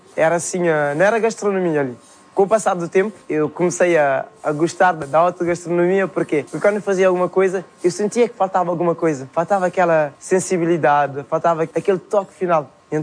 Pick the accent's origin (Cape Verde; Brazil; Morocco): Cape Verde; Como todos sabem, vim de Cabo Verde, que a gente quando ia para a escola, então ao entrar da escola tem sempre pés de mangue perto da estrada.